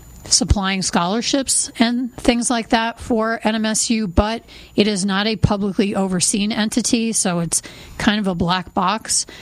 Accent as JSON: {"language": "English", "region": "New Jersey", "country": "United States", "tie": "born or raised there", "said": "which I grew up in New Jersey, so I had heard of the Delaware Indians"}